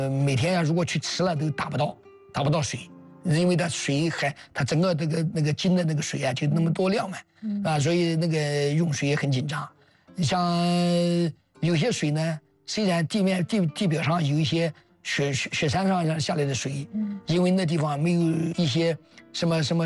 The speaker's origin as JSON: {"language": "Chinese", "region": "Anhui", "country": "China", "said": "当时山南的那个军红军司令是我们安徽人"}